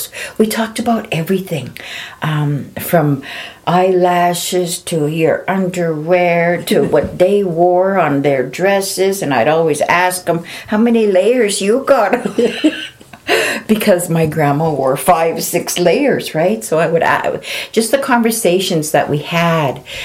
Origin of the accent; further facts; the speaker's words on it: Penticton, British Columbia, Canada; I was raised on the Penticton Indian Reserve. I came to Penticton in 1966. My grandmother brought my brother and I here. I was raised with a lot of Puptawina, old ladies.